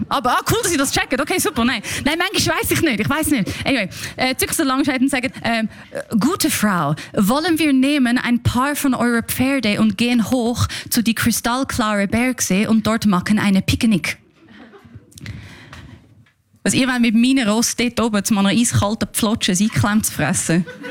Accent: Switzerland; Aber ich habe schon das Gefühl, ich bin da in der Schweiz aufgewachsen. Ich habe die Ansprüche, die man hat, wenn man in der Schweiz aufwächst.

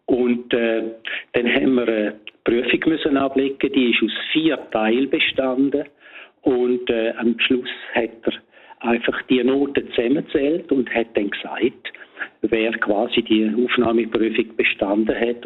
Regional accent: Graubünden, Switzerland; born or raised there

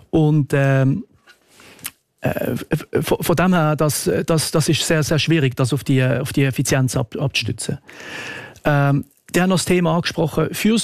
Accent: Switzerland; Wenn wir das als Schweizer Bevölkerung, dass wir verpflichtet werden, zu pfl

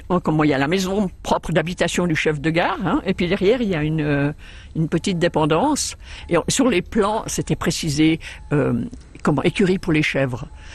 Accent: Vouvry, Valais, Switzerland; Non, on est valaisan.

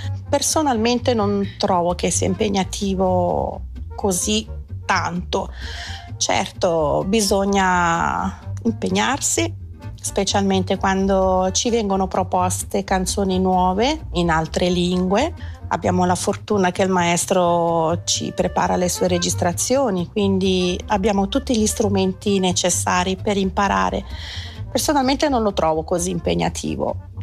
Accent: Faido, Ticino, Switzerland

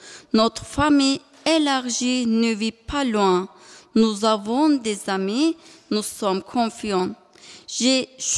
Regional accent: Alanya, Antalya, Turkey; moved away as an adult; Je suis mariée à Erkan. Nous venons de Turquie. Nous vivions à Alanya, une très jolie ville sur la côte au sud d'Antalya.

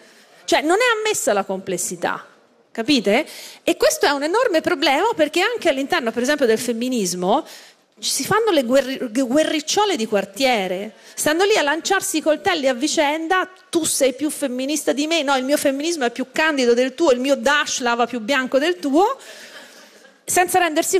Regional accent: Florence, Tuscany, Italy; io sono di Firenze, no? Cioè, sto a Firenze, noi siamo anche la città che è stata amministrata da Renzi

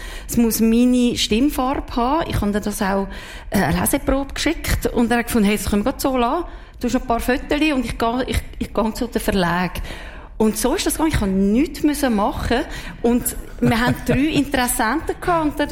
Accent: Switzerland; weil ich bin doch eine Schweizerin.

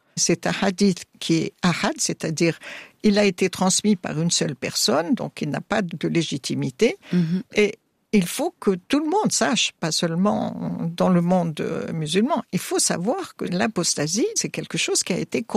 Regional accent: Tunisia; Alors, il y a au Maghreb des jeunes qui ont considéré, alors chez nous en Tunisie, surtout après ce qu'on appelle la révolution de 2011

